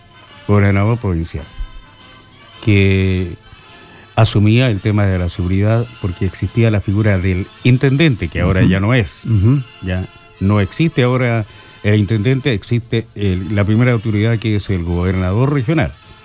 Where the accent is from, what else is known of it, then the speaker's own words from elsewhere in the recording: Chile; nuestro sentir como chileno, chilena.